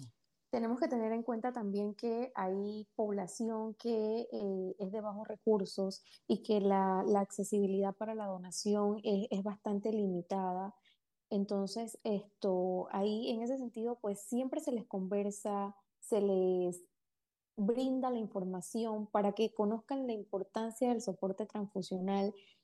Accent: Panama; como panameños y como seres humanos

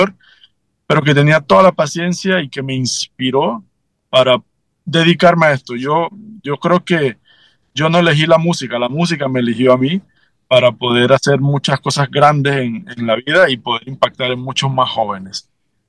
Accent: Chitré, Herrera, Panama; que soy de Chitré

